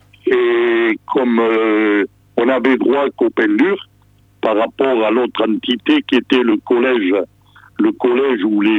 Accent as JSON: {"language": "French", "town": "Castelnau-Camblong", "region": "Nouvelle-Aquitaine", "country": "France", "tie": "born or raised there", "also_born_or_lived": "Bétharram", "said": "Je suis né dans un petit village du Béarn, à Castelnau-Camblon, dans les Pyrénées-Atlantiques. Je suis né donc dans la maison où j'habite, en 1946, donc ça fait quelques années."}